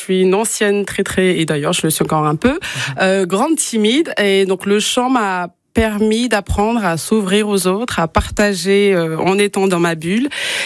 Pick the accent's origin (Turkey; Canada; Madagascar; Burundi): Madagascar; now in Orléans, France; Parce qu'à Madagascar, on chante tout le temps.